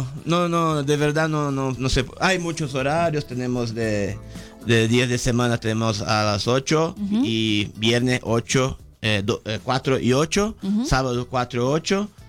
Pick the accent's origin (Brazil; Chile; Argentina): Brazil; Spanish is a second language; now in Mexico